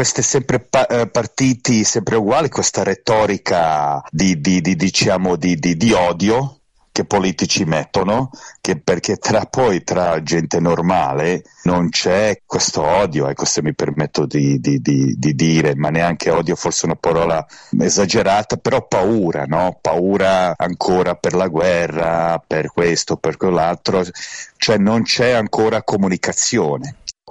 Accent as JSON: {"language": "Italian", "town": "Sarajevo", "region": "Federation of Bosnia and Herzegovina", "country": "Bosnia & Herzegovina", "said": "Io sono di Sarajevo"}